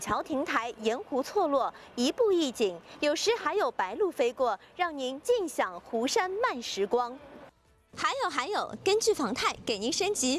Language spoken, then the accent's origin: Chinese; Shanghai, China; 我们上海人呢，一般去杭州跑西湖，后来发现人太多了。